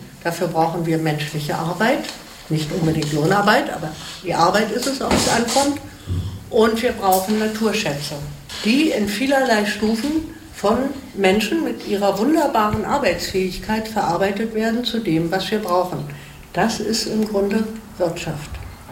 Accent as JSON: {"language": "German", "region": "Berlin", "country": "Germany", "tie": "born or raised there", "also_born_or_lived": "Neustadt an der Weinstraße", "said": "also ich bin in Berlin geboren und war da eigentlich immer dort, bis auf 3 Jahre in den 90ern, wo ich in Süddeutschland war, in Neustadt an der Weinstraße"}